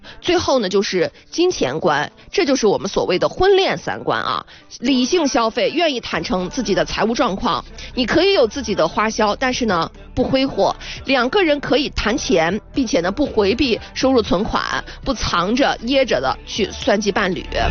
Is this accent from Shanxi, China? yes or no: yes; Yuncheng, Shanxi, China; 同样是咱们老家在运城，现在在西安的这样一个姑娘